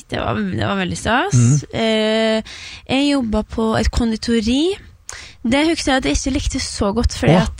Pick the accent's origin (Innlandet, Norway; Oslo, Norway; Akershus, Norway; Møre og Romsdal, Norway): Innlandet, Norway; Lesja; moved away; jeg tror jeg runda alt som var på Lesja der jeg er fra da.